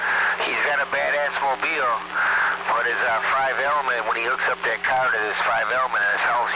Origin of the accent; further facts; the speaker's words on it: Ohio, United States; born there; now in Brookfield, Wisconsin, United States; That's my home state, Ohio.